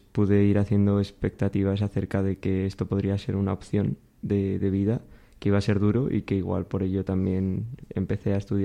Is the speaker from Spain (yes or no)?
yes; Cerceda, Community of Madrid, Spain; nací en Cerceda y he vivido casi toda mi vida en la sierra, excepto 2 años de bachillerato